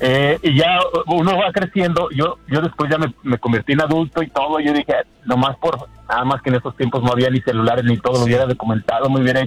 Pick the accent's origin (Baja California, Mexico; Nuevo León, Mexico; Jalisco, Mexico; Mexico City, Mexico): Jalisco, Mexico; San Miguel el Alto; Yo soy de San Miguel, el Alto Jalisco. Ajá. Y justamente ahí en mi pueblo hay un cerro que se llama un cerro de Cristo Rey